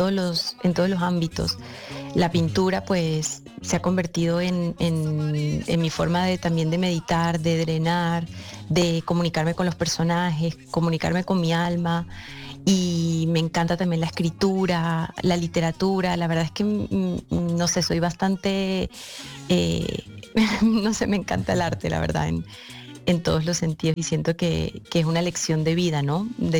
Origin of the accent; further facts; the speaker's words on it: San Cristóbal, Táchira, Venezuela; Claro, es que yo soy de San Cristóbal, que es frontera con Colombia, con Cúcuta.